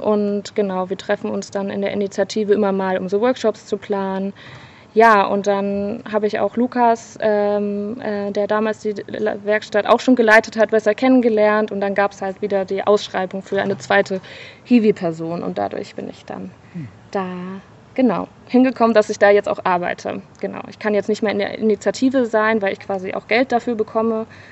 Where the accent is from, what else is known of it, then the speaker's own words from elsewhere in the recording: Leipzig, Saxony, Germany; moved away as an adult; now in Weimar, Germany; Nee, in Leipzig habe ich davor studiert. Genau, ich komme auch aus Leipzig.